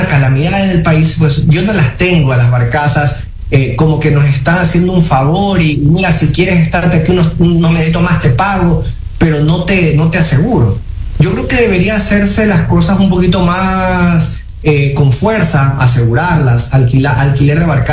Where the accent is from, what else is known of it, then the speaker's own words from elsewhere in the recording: Ecuador; Así como los ecuatorianos de a pie pagamos en nuestra casa los 20, 30, 100, hasta $200 de nuestra planilla porque lo usamos.